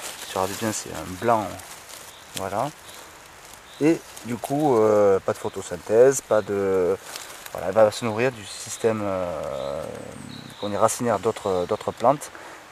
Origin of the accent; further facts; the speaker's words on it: Occitanie, France; Moi chez moi dans le Quercy par exemple, c'est une plante qui va sortir au mois de février, mars à peu près